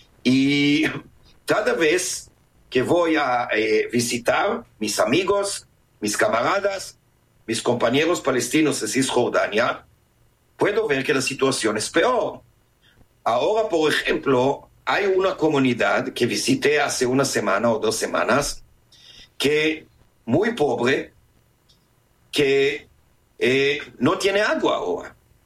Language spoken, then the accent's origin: Spanish; Israel; Spanish is a second language; Yo soy el único israelí que podía entrar